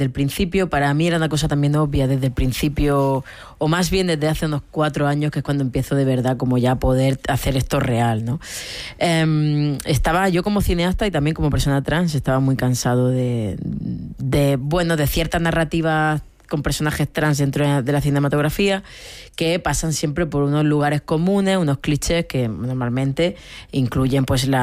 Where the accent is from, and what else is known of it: Níjar, Andalusia, Spain; born or raised there